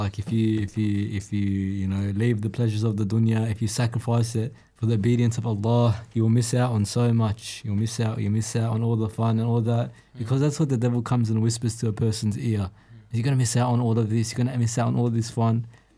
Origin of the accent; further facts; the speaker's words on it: Australia; Born and bred in Australia